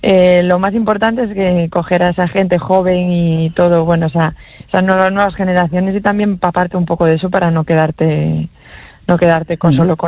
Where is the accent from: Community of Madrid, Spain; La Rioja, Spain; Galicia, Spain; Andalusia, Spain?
Galicia, Spain; Vigo; yo soy de Vigo, la chelista es de Vigo, todos somos, sí, gallegos